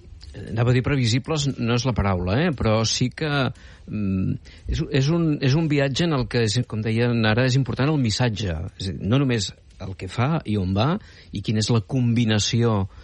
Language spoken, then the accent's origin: Catalan; Catalonia, Spain; també volem, com a catalans, em sembla a mi, que entengui que ens volem sumar en aquesta alternativa esperançadora